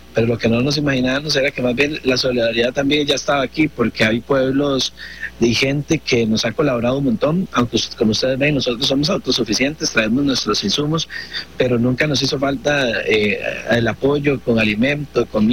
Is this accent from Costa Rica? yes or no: yes; Costa Rica; Somos 16 rescatistas de la Cruz Roja Costarricense, representando también al pueblo costarricense